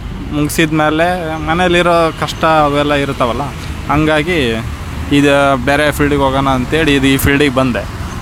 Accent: Gangavathi, Karnataka, India; moved away; ನಾನು ಹುಟ್ಟಿ ಬೆಳೆದಿದ್ದೆಲ್ಲ ಗಂಗಾವತಿ. ಗಂಗಾವತಿ ಮುಂದೆ ಕಾರ್ಡಿಗೆ ಅಂತೇಳಿ ಚಿಕ್ಕ ಗ್ರಾಮದಲ್ಲಿ ಬೆಳೆದಿರೋದು, ಎರಡೋಣ ಅಂತ.

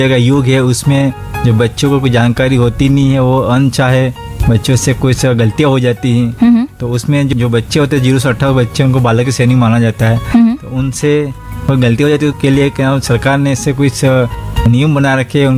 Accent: Anandpuri, Rajasthan, India; मैं गांव का रहने वाला हूँ आनंदपुरी का।

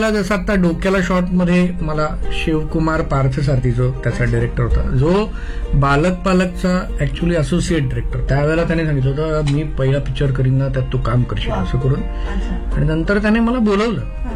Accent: Mumbai, Maharashtra, India; नंतर आई वडिलांची ट्रान्सफर झाली माझ्या औरंगाबादला आणि मी आणि माझी बहीण इकडे मावशीकडे लहानाचे मोठे झालो कृष्णनगरमध्ये बोरिवलीला.

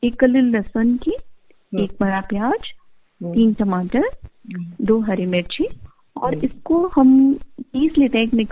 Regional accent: Rajasthan, India

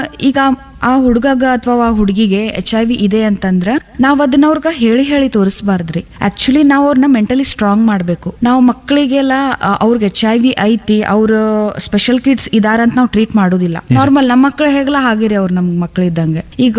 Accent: Belagavi, Karnataka, India; also born or lived in Gokak; ನಂದು ಹುಟ್ಟೂರು ಬಂದು ಗೋಕಾಕ್ ರೀ, ಇಲ್ಲೇ ಬೆಳಗಾವ್ ಜಿಲ್ಲಾ. ಆಮೇಲೆ ನಂದು ಬಾಲ್ಯ ಅನ್ನೋದೆಲ್ಲ ಬೆಳಗಾವ್ ಒಳಗನೇ ಆಯಿತು.

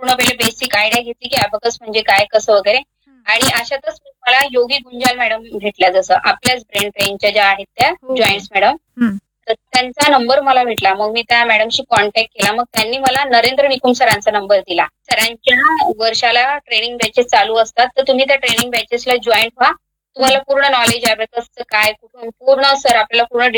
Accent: Jamner, Maharashtra, India; also born or lived in Buldhana; म्हणजे माझं माहेर जे आहे ते माहेर माझं जामनेर आहे आणि सासर जे आहे ते बुलढाणा आहे.

